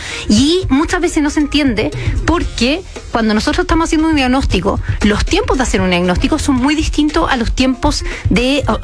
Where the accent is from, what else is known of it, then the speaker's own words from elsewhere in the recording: Chile; lo que somos como chilenos y lo que es Chile